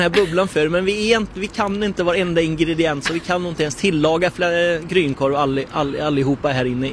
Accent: Västra Götaland County, Sweden; född och uppvuxen här i Skaraborg

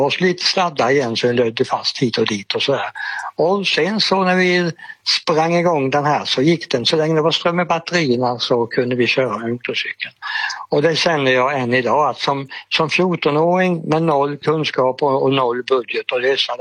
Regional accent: Sävsjö, Jönköping County, Sweden; born or raised there

